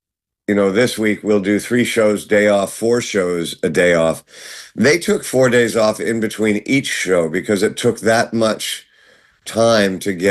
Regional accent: London, United Kingdom; born there; Yes, I was born in London at St. Mary's Hospital, and yeah, and my family is actually from Scotland, both sets of grandparents

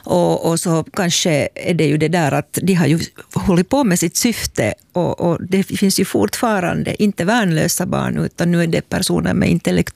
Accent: Finland; Men också ett bevis på det där att som finlandssvenskar, att om man gaddar ihop sig och vill någonting, så då kan man göra vad som helst.

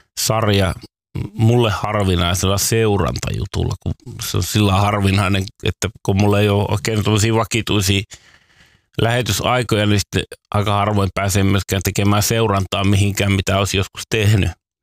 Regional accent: Raahe, North Ostrobothnia, Finland; Raahesta, josta itse olen kotoisin, niin muistan hyvin, että kävelykatuahan sitä käveltiin.

